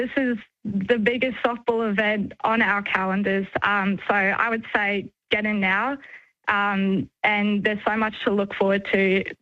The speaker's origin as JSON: {"language": "English", "town": "Sydney", "region": "New South Wales", "country": "Australia", "tie": "born or raised there", "moved": "as an adult", "lives_now": "Brisbane, Australia", "said": "I was 8 years old. I grew up in Sydney, actually."}